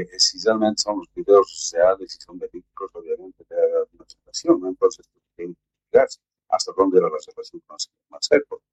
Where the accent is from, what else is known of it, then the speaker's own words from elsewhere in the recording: Bolivia; simplemente nosotros como bolivianos, como una organización sindical, siempre exigimos y pedimos que se respete la soberanía nacional, ¿no?